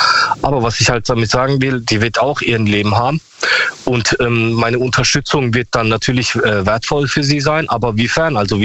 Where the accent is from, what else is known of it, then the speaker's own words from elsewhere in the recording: Karlsruhe, Baden-Württemberg, Germany; Ich komme aus Karlsruhe.